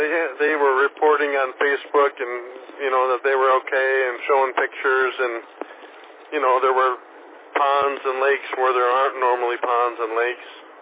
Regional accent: Wyoming, Michigan, United States; Sir, I live in Wyoming. It's a little suburb of Grand Rapids, a little southwest suburb of Grand Rapids.

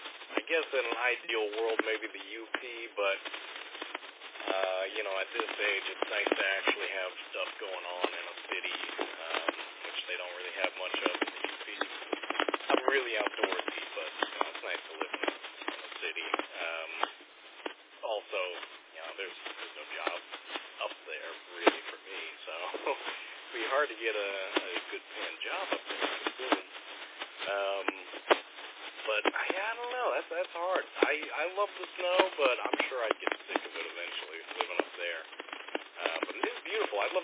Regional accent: Tennessee, United States; moved away as an adult; also born or lived in Chattanooga, Tennessee; now in Michigan, United States; I grew up in Tennessee, and I've never lived anywhere else

